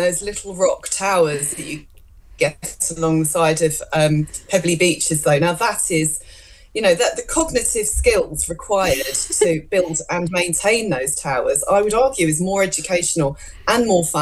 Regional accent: East of England, United Kingdom; Now, interestingly, I grew up near Clacton

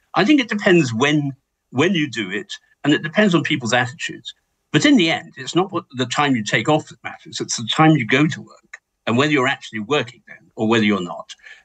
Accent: Malaysia; moved away; I was brought up in Malaysia

